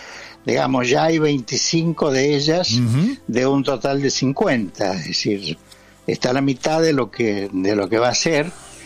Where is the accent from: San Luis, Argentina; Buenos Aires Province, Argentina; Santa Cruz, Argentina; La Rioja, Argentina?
San Luis, Argentina; now in Buenos Aires, Argentina; Es mi lugar de nacimiento, aunque yo más bien ahora he pasado más tiempo en Buenos Aires que en San Luis.